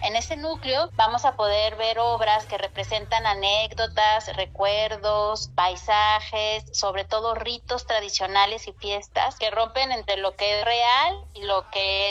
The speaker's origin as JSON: {"language": "Spanish", "country": "Mexico", "said": "como mexicanos también nos ha gustado mucho explorar."}